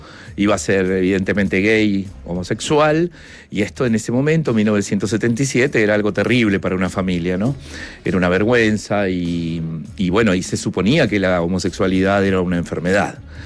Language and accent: Spanish; La Unión, Los Ríos, Chile; born there; Yo les quería contar primero que yo nací en La Unión